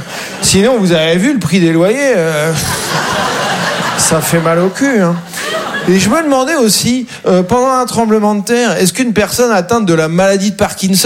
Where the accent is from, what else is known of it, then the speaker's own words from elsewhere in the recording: Caen, Normandy, France; moi, je viens de Caen, en Normandie.